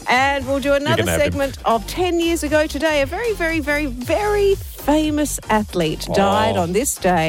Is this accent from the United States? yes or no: no; Lesmurdie, Western Australia, Australia; I grew up in Les Murty